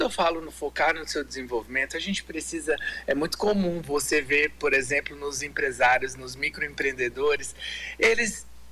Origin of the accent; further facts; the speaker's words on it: Acre, Brazil; moved away; Um prazer é todo meu estar aqui na minha terra natal.